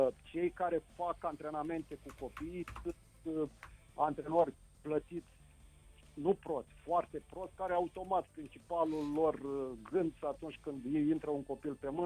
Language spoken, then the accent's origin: Romanian; Bacău, Bacău County, Romania; eu sunt din Bacău